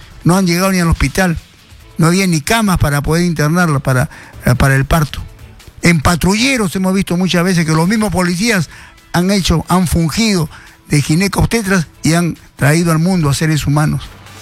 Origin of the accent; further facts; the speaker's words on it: Peru; como la mayoría de los peruanos nos ganamos la vida trabajando